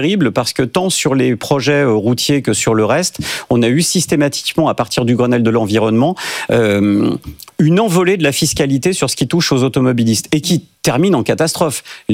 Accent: France; je suis français, je suis comme tout le monde

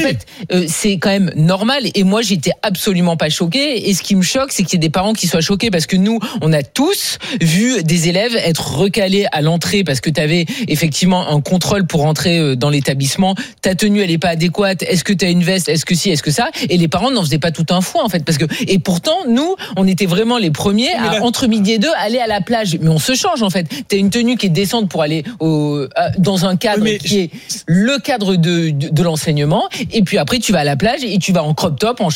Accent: south-east France, France; moved away; je viens du Sud, donc dans le Sud-Est, il fait très vite très chaud

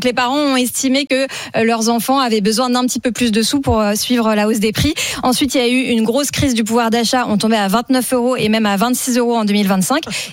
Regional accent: Normandy, France; Et les Normands, les plus radins. Ça tombe bien, je suis normande.

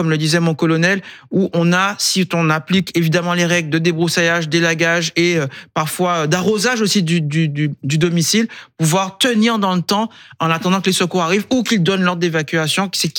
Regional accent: France

